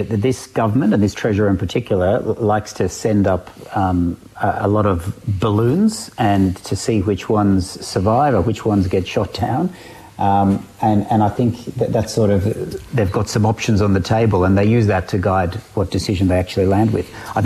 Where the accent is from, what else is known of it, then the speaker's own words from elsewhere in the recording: Ireland; now in Australia; So I think Australians, including migrant Australians, and I'm a migrant from Ireland